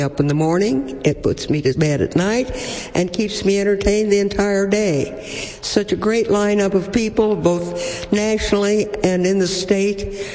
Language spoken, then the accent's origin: English; Gering, Nebraska, United States; from Gearing.